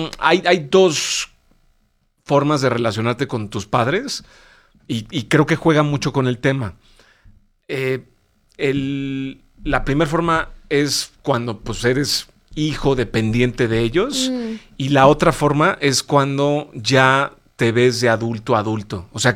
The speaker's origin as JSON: {"language": "Spanish", "country": "Mexico", "said": "creo que nuestro, de los mexicanos, es esta parte familiar"}